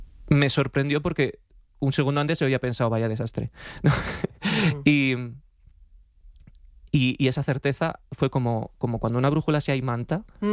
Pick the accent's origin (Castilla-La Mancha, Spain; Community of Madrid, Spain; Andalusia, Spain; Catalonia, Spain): Community of Madrid, Spain; Alcalá de Henares; also born or lived in Sevilla; Yo soy de Alcalá de Henares, nací, ¿sí?, en Alcalá de Henares, ¿no?